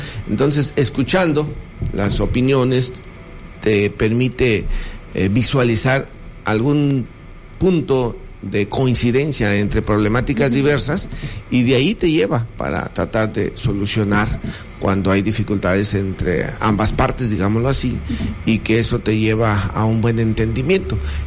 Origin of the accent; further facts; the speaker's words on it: Mexico; porque lo que nos corresponde como mexicanos y mexicanos, pues es un tema de la vida pública y de la vida política de esta nación